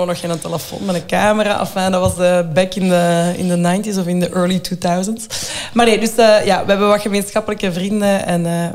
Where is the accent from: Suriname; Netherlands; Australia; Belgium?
Belgium; Leuven, Flanders; Ja, wij komen allebei uit Leuven, Rinus en ik.